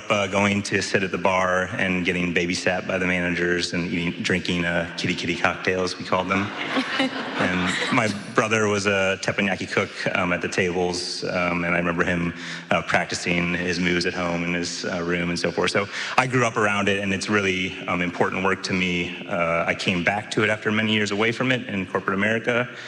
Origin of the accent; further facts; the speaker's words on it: St. Louis, Missouri, United States; born or raised there